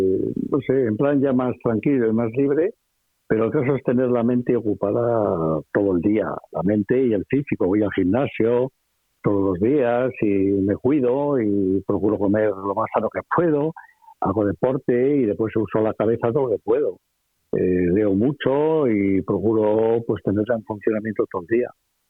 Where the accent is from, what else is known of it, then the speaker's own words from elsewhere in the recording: Valladolid, Castile and León, Spain; now in Madrid, Spain; abandonando mi ciudad natal, que era Valladolid, para venirme aquí a Madrid